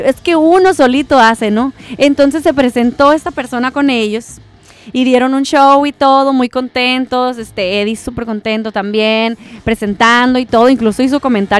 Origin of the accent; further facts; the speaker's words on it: Mexico; somos los mexicanos